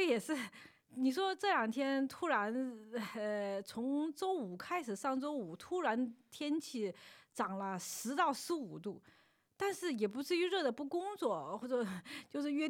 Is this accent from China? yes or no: yes; China; now in Germany; 我是大陆人，然后来的客人大部分是台湾人